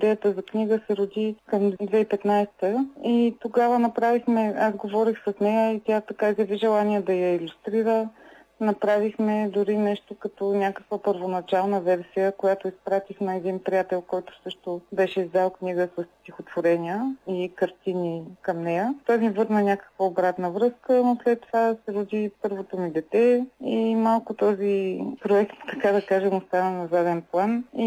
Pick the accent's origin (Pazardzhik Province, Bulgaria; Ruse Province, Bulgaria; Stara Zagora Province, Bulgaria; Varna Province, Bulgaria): Pazardzhik Province, Bulgaria; Pazardzhik; moved away; Аз съм родом от Пазарчик